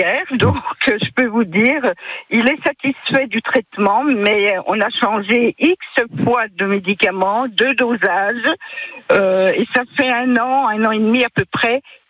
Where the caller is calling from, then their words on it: Saint-Vallier, Bourgogne-Franche-Comté, France; à côté de Mont-sur-les-Mines.